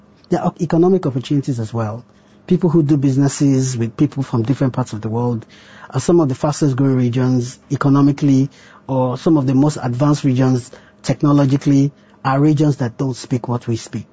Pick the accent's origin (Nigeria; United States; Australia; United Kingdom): Nigeria; Because I'm Nigerian. I've been Nigerian for all my life, over 40-something years.